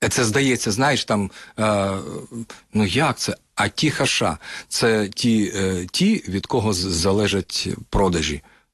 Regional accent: Kyiv, Ukraine; moved away as an adult; now in Brovary, Ukraine; Свого часу, як киянин, мені дуже було важко там прижитися.

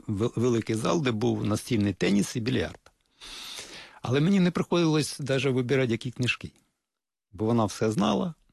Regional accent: Hrebinky, Kyiv Oblast, Ukraine; born there; Народився під Києвом в Гребінках.

